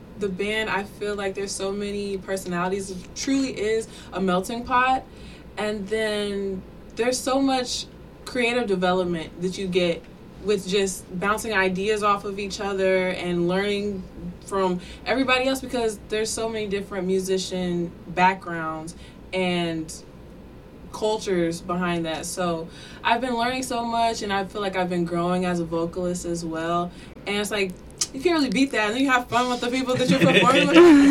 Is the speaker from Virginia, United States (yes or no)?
yes; Virginia, United States; I'm from Virginia.